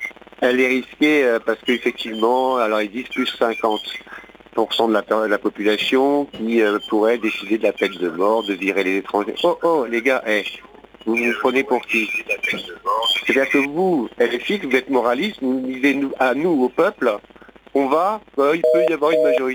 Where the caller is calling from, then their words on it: Paris, Île-de-France, France; je suis un Parisien